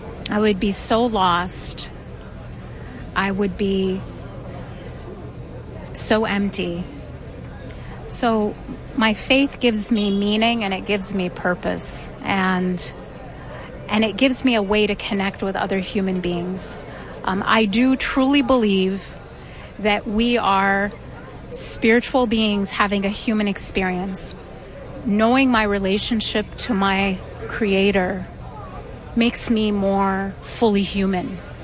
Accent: United States; I'm from America, and I'm just visiting for a few days.

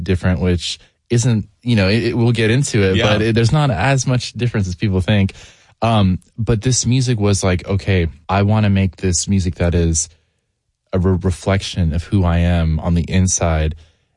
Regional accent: Johnson City, Tennessee, United States; moved away as an adult; now in Nashville, United States; I grew up in East Tennessee. I've been in Nashville for the past almost 10 years. This is a representation of both sides of my identity. you know, I'm from the birthplace of country

